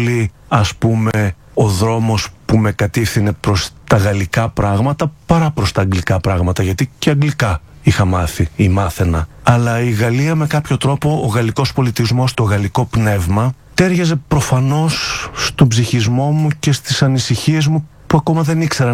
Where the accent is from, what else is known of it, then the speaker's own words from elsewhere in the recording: Kompoti, Epirus, Greece; born there; also born or lived in Menidi, Aetolia-Acarnania; Γεννήθηκα στο Κομπότι Άρτας. Είναι ένα χωριό γύρω στα 6-7 χιλιόμετρα πριν από την Άρτα. Τα πρώτα μου σχολικά χρόνια ήταν σε ένα άλλο χωριουδάκι δίπλα στο Κομπότι